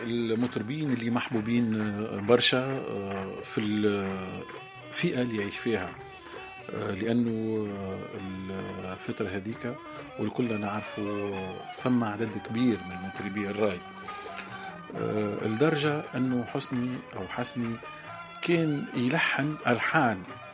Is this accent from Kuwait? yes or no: no; Tunisia